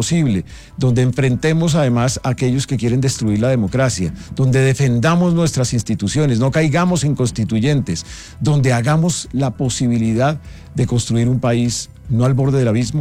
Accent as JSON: {"language": "Spanish", "country": "Colombia", "said": "todos somos colombianos"}